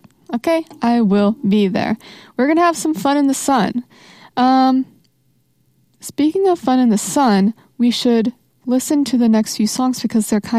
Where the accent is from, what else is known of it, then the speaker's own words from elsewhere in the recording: Virginia Beach, Virginia, United States; I am from Virginia Beach